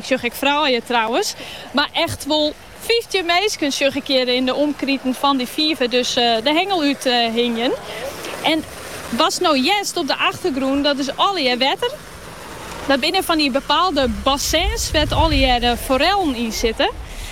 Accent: Sint Annaparochie, Friesland, Netherlands; ik ben opgegroeid in Sint-Anne, maar ik ben hier dus nog meer in de West.

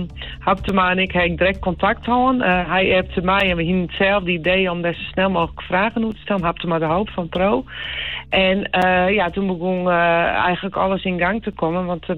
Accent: Friesland, Netherlands; wij komen zelfs bij uit Friesland

